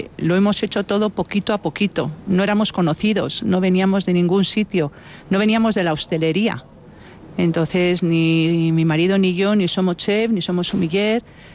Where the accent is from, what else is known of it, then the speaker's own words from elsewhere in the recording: Vitoria, Basque Country, Spain; Pues a ver, yo soy de Vitoria, de una familia totalmente, totalmente de estar en la calle, poteando